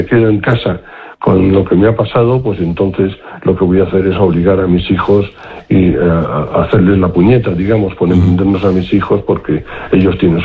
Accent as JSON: {"language": "Spanish", "region": "Basque Country", "country": "Spain", "said": "Yo soy vasco y estoy acostumbrado a escuchar, pues allí estoy acostumbrado a escuchar"}